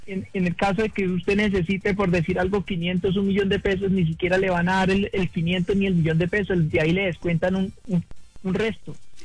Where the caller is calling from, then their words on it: Bogotá, Colombia; Sí, señor, yo vivo en Bogotá, Pontibón.